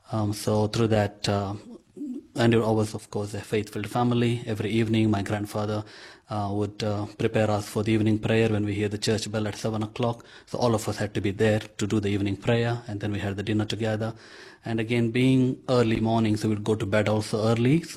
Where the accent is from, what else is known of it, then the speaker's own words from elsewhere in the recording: Shirva, Karnataka, India; moved away as an adult; also born or lived in Melbourne, Australia; now in Alice Springs, Australia; So growing up in Shirava, in a small family, was interesting because I also grew up with our neighbours and neighbouring kids. So we are a farming village and farming family. We all grew rice.